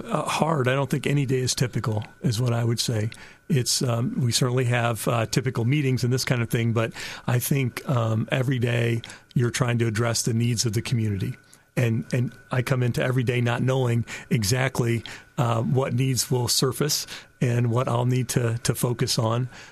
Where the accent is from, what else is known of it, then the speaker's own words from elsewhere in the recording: Fort Wayne, Indiana, United States; I grew up here in Fort Wayne, went to Carroll High School. My parents had both went to high school here